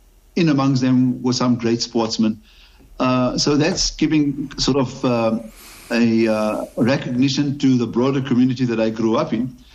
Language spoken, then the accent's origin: English; Johannesburg, Gauteng, South Africa; also born or lived in Lenasia; a 400 or 500 meter walk for us from Frederop to Fordsburg